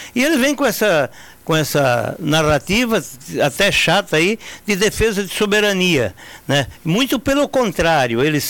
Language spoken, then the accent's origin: Portuguese; Santa Catarina, Brazil; o meu sentimento como catarinense, o meu sentimento como brasileiro